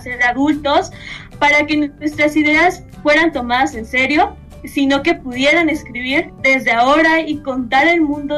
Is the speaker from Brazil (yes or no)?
no; Guatemala; yo soy de Guatemala